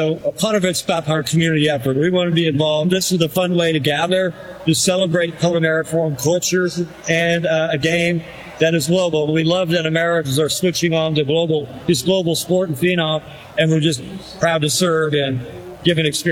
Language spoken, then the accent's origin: English; Brazil; now in Miami, United States; Well, it's just one, we're from Brazil.